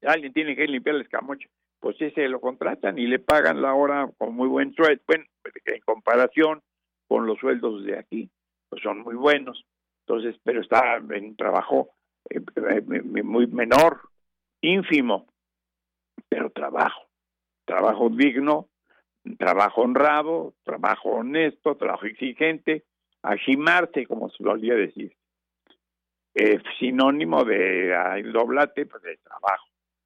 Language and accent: Spanish; Mexico; de México, pues somos de México, una tortillita para un taco, para una quesadilla, para una tortilla de maíz